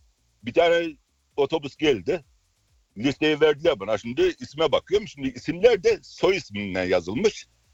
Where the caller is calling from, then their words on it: Alzey, Rhineland-Palatinate, Germany; Alzey'den arıyorum.